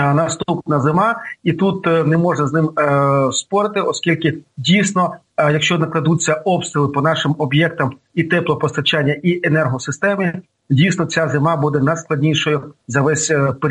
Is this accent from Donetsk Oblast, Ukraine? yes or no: no; Kharkiv, Kharkiv Oblast, Ukraine; мій рідний Харків